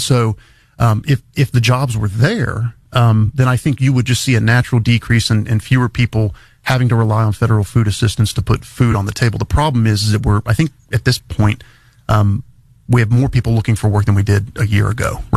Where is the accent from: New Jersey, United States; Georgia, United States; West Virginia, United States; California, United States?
West Virginia, United States; Randolph County; I'm originally from Randolph County.